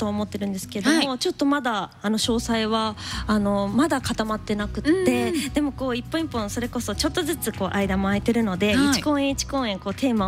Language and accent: Japanese; Nagaoka, Niigata, Japan; 私の地元新潟県の長岡の音楽食堂にて